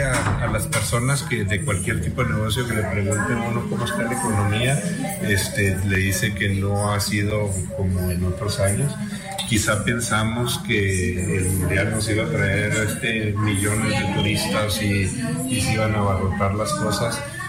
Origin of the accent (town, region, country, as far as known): Mexico